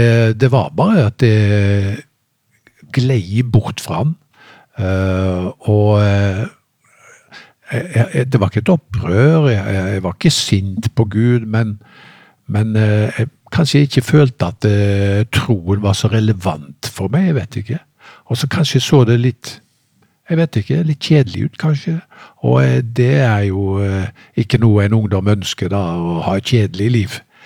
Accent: Haugesund, Rogaland, Norway; Ja, jeg kommer jo da fra Haugesund opprinnelig, selv om dialekten litt avslept med årene, for jeg har bodd mange steder, så det Haugesund som fødebyen.

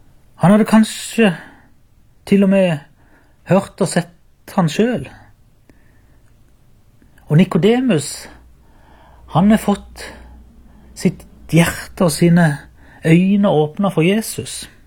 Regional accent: Byremo, Agder, Norway

